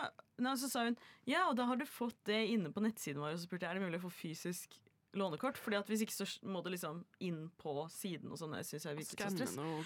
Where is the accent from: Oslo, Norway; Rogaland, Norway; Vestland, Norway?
Oslo, Norway; jeg har ikke vært bibliotekslåner på Deichman siden jeg gikk på skole, fordi at jeg er fra Oslo.